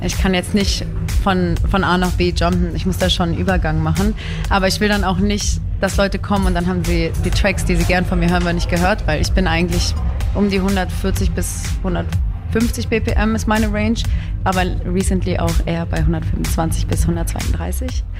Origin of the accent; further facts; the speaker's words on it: Berlin, Germany; Ich bin in Berlin groß geworden